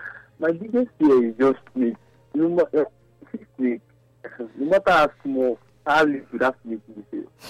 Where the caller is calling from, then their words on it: Benin City, Edo, Nigeria; I'm calling from Benin City.